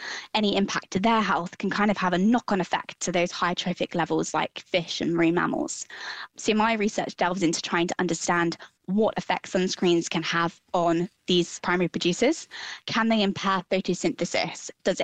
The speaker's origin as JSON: {"language": "English", "region": "South West England", "country": "United Kingdom", "tie": "born or raised there", "said": "I grew up in Devon in the UK, and as such, I've spent obviously a lot of time in and around the ocean."}